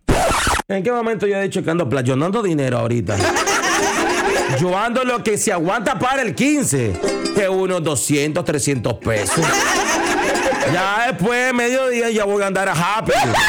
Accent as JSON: {"language": "Spanish", "country": "Nicaragua", "said": "Obviamente nosotros somos de esta bella patria, Nicaragua, loco."}